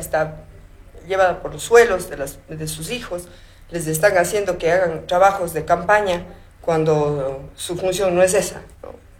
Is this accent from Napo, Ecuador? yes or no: no; Azogues, Cañar, Ecuador; Somos una ciudad andina, pues, somos de los Andes.